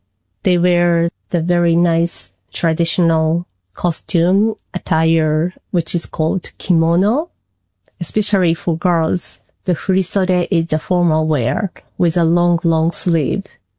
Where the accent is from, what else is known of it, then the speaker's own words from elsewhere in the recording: Japan; Since this is my home country and I have lived here for almost entire my life, it's a special country